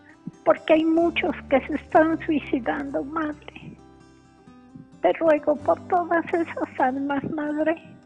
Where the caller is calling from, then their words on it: Guadalajara, Jalisco, Mexico; De aquí, de Guadalajara.